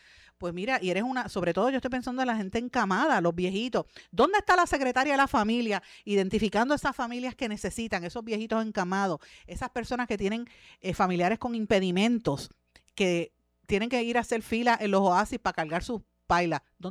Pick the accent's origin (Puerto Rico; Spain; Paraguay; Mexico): Puerto Rico; Guaynabo; El alcalde de mi pueblo de Guaynabo, Eduardo O'Neill